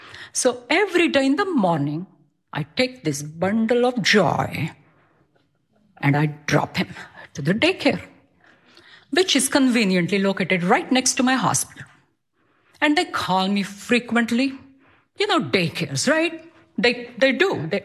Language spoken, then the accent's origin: English; India; now in Lancaster, United States; I'm from Lancaster, Pennsylvania, where I immigrated 25 plus years ago from India.